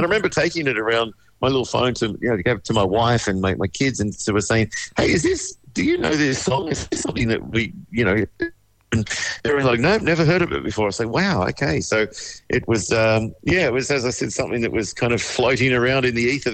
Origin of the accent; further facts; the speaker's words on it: Wagga Wagga, New South Wales, Australia; I grew up in Wagga Wagga and spent sort of 30 years living there, and so I have a real soft spot for regional communities